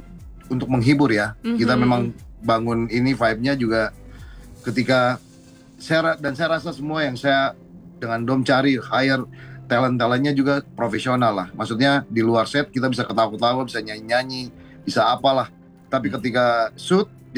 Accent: Papua, Indonesia; born there; kalau saya memang lahir di Papua gitu loh, di timur gitu loh

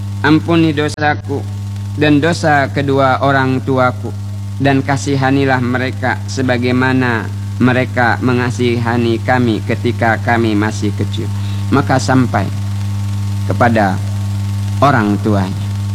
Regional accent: Bangka Belitung Islands, Indonesia; Kita nih warga Bangka luar biasa

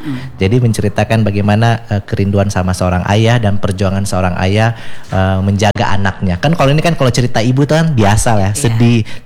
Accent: Makassar, South Sulawesi, Indonesia; now in Aceh, Indonesia; saya asli orang Makassar

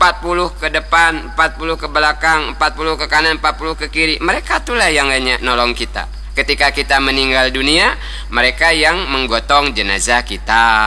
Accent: Bangka Belitung Islands, Indonesia; Nah ini kan gak ngam, kata kita orang Bangka.

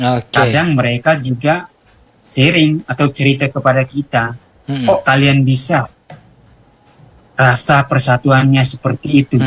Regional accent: East Nusa Tenggara, Indonesia; moved away; kita sebagai orang Timor

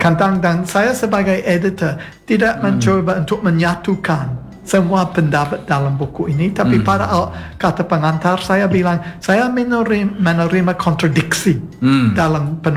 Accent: Australia; Saya memang orang Australia. Saya keturunan orang Inggris, tapi DNA saya termasuk orang Afrika hitam. Nenek moyang saya termasuk orang Afrika hitam

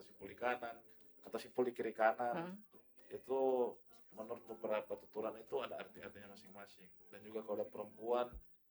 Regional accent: North Sulawesi, Indonesia; Itu karena sebagai dari identitas kita sebagai orang Minahasa, sehingga kenapa kita harus malu dengan identitas kita sendiri.

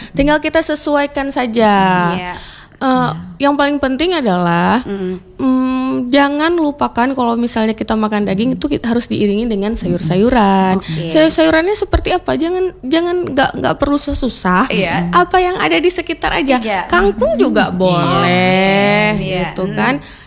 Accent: Aceh, Indonesia; kalau kita orang Aceh

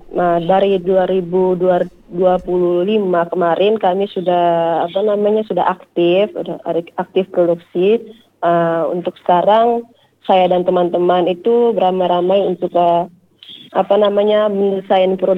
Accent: East Nusa Tenggara, Indonesia; kami orang Manggarai kak, orang Manggarai Barat.

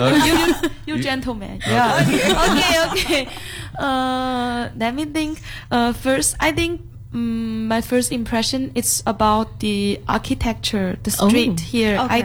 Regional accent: Guangzhou, Guangdong, China; English is a second language; moved away as an adult; now in Indonesia; Oh, I'm from Guangzhou.

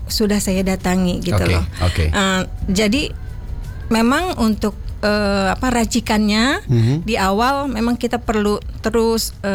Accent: Bogor, West Java, Indonesia; Saya lahir, besar, kerja, nikah, punya anak, semua di Bogor.

